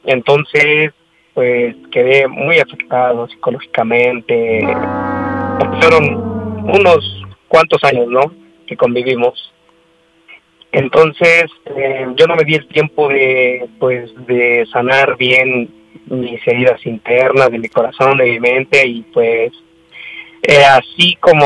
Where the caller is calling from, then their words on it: Puebla, Mexico; Tengo 26 años, aquí de la ciudad del Camote, en Pueblita.